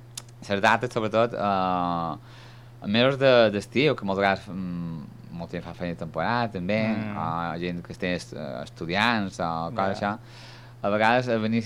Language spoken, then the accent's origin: Catalan; Artà, Balearic Islands, Spain